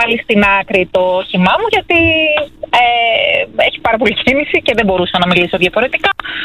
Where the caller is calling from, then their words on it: Piraeus, Attica, Greece; Έρχομαι από Βουλιαγμένη. Οδεύω προς το σπίτι μου, Πειραιά.